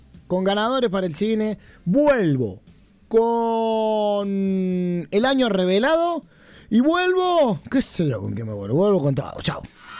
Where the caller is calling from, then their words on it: Wenceslao Escalante, Córdoba, Argentina; Hola, Conra. … de Wenceslao Escalante, al sudeste de Córdoba.